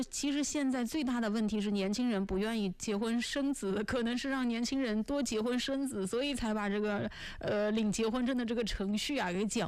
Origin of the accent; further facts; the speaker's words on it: China; 其实我们中国人还是比较注重这种仪式感的